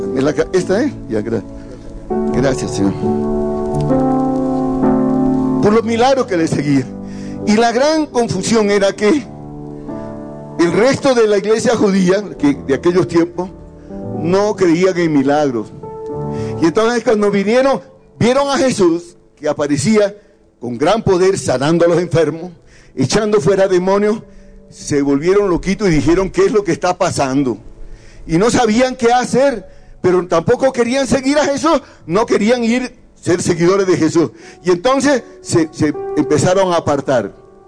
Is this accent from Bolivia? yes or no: yes; Bolivia; born there; moved away; also born or lived in Honduras; yo soy nacido aquí en Bolivia, pero vivía en Honduras, en el extranjero.